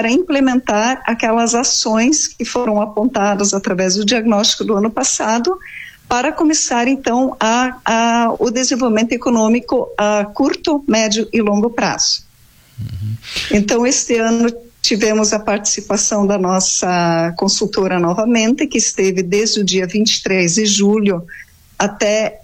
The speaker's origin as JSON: {"language": "Portuguese", "town": "São João do Oeste", "region": "Santa Catarina", "country": "Brazil"}